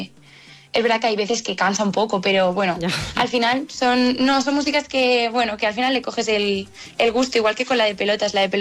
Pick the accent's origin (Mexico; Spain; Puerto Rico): Spain